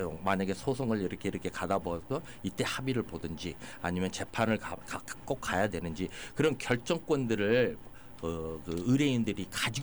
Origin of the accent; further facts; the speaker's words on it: South Korea; now in United States; 우리 한국 문화가 그 유교 정신이라서